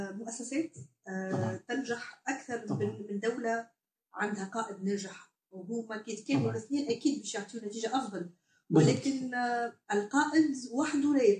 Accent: Tunisia; ولكن احنا كشعب تونسي ربما او كحتى سياسات حكمت بعده هو ما وصلناش في نفس المسيره

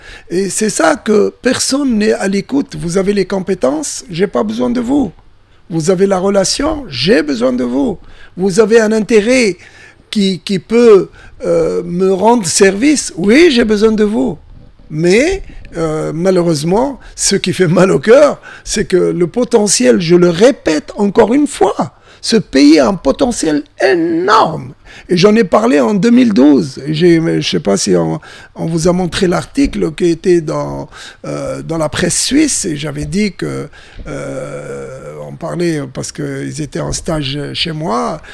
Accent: Tunisia; Et nous, la neige, c'est une option chez nous, en Tunisie.

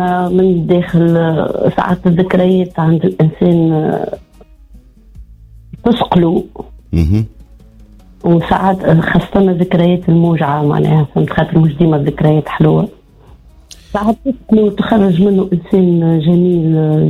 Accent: Tunis, Tunis Governorate, Tunisia; تعرف من جزيرة قرقنة بالطبيعة. صحيح ما كنتش نسكن في قرقنة، تربيت في تونس في صغري.

